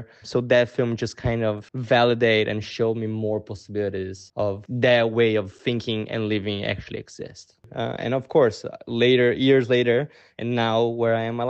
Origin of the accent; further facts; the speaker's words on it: São Paulo, Brazil; And at that time, I was being someone born and raised in Sao Paulo.